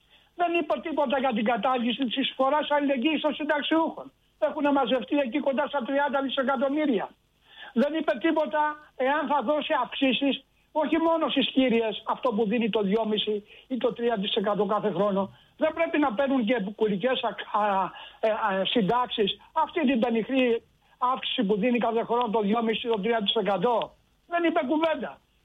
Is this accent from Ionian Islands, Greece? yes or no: yes; Corfu, Ionian Islands, Greece; στο νησί μου την Κέρκυρα